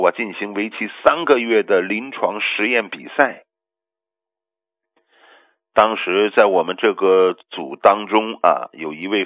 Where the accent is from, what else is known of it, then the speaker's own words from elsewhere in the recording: China; 让他们也知道我们中国人呢也不是好欺负的啊。